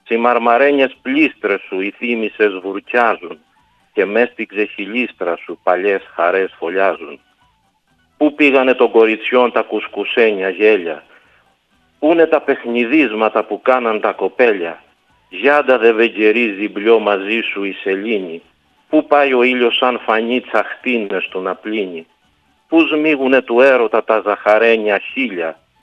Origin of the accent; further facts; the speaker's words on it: Dafnes, Crete, Greece; Το αφιερώνω στο χωριό μου στις Δαφνές